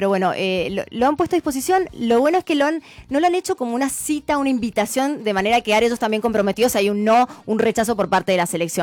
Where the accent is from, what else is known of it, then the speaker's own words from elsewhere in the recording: Brazil; Hola chicos … de Brasil. Viví un tiempo allá en Guaymallén. Volví a mi país, pero me encanta escucharlos todas las mañanas